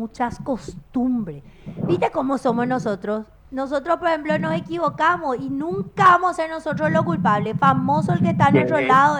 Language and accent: Spanish; Paraguay; Y así somos los paraguayos.